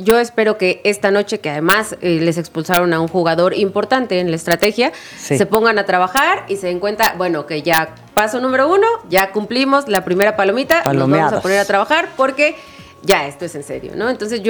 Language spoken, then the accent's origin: Spanish; Chiapas, Mexico; Yo soy de Chiapas. Yo no soy de Toluca. Yo no nací en el Estado de México